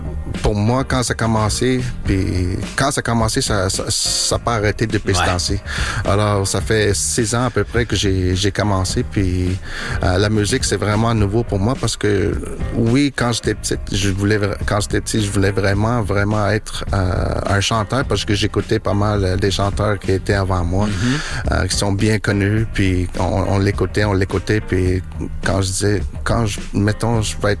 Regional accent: Quebec, Canada; now in Montréal, Canada; J'ai grandi dans le Grand Nord. Ça fait 13 ans à peu près que je demeure à Montréal, au sud du Québec.

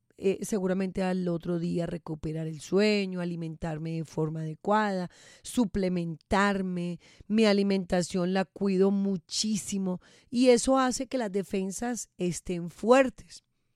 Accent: Boyacá, Colombia; moved away; visitando Boyacá, mi tierra querida.

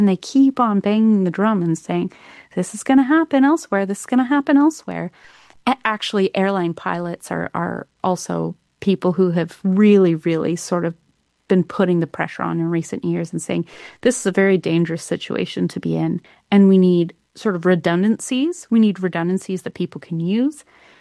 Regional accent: Canada; I'm Canadian.

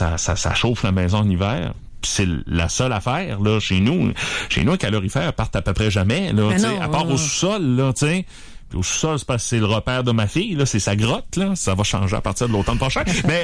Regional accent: Rimouski, Quebec, Canada; J'ai grandi à Pointe-aux-Pères puis à Rimouski-Est.

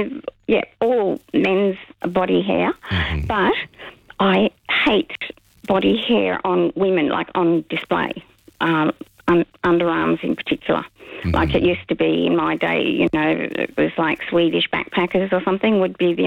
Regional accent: New South Wales, Australia; So I came from the Shire.

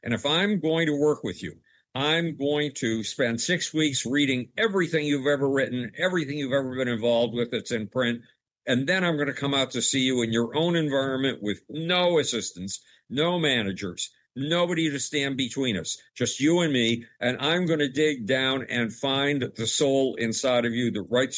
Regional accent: Buffalo, New York, United States; moved away; Buffalo, New York, which is ironically my hometown

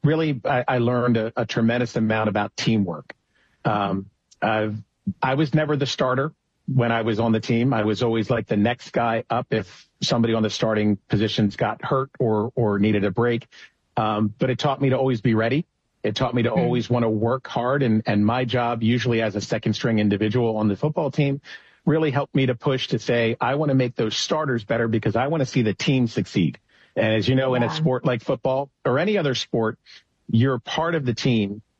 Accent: Wilmington, Delaware, United States; born or raised there; also born or lived in Pennsylvania

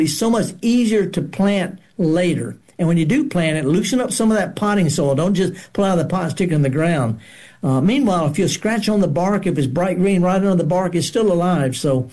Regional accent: Mississippi Delta, United States; Okay, now I'm from the Delta.

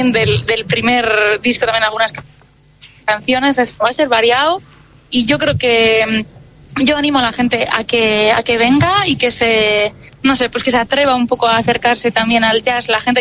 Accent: Durango, Basque Country, Spain; first language Basque; Spanish is a second language; hemos tocado en Durango, en mi pueblo

